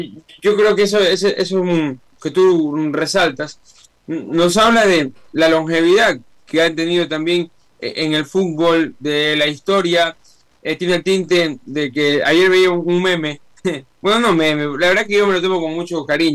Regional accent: Ecuador; nosotros como ecuatorianos

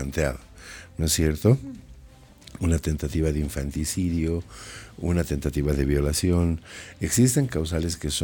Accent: Bolivia; somos bolivianos

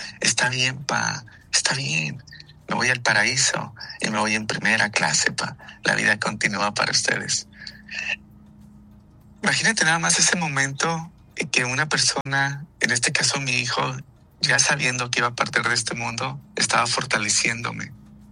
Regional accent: Mexicali, Baja California, Mexico; now in San Diego, United States; soy de Mexicali originalmente, pues imagínate, estoy recordándome de mis raíces, mucho calor, jamás había sentido ese calor por acá en San Diego tan fuerte, que ahorita estoy precisamente en el parque caminando

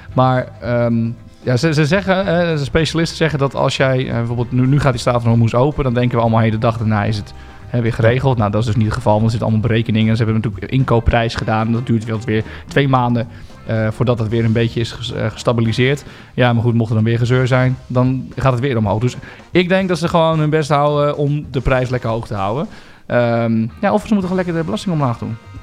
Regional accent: Netherlands; we zijn als Nederlanders altijd aan het zeuren.

